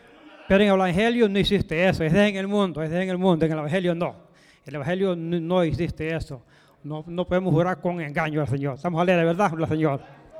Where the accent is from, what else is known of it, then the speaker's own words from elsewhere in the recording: Osicala, Morazán, El Salvador; Soy de San Salvador, departamento de Morazán, un pueblo que se llama Osicala, un cantón Aguazarca.